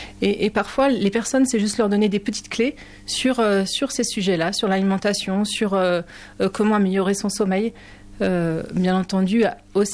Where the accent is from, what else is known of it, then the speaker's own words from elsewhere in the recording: Pays de la Loire, France; moved away as an adult; now in Hautes-Pyrénées, France; moi je suis originaire du Maine-et-Loire